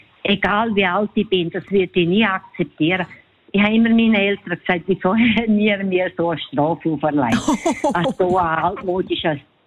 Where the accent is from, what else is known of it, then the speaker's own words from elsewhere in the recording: Grisons, Switzerland; Also ich komme aus dem Bündnerland.